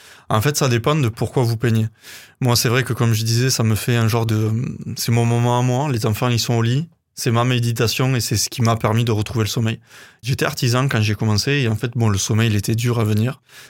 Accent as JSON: {"language": "French", "region": "Occitanie", "country": "France", "moved": "yes", "said": "moi je viens en fait du Couserin, c'est pas loin"}